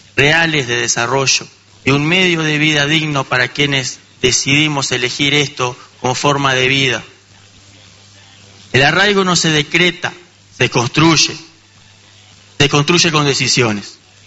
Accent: Uruguay; Los jóvenes rurales no somos un adorno de discurso agropecuario ni una promesa del mañana. Somos parte efectiva del Uruguay de hoy.

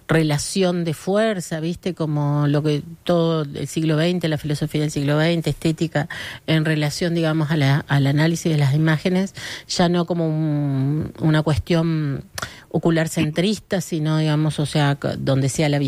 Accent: Paysandú, Uruguay; me crié viendo boxeo en Paysandú

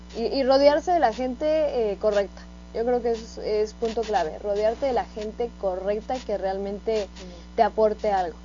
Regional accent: Mexico; En México ya he tenido la oportunidad de recorrerlo prácticamente casi todo, tocando y pues, obviamente seguir tocando en mi país, me encanta.

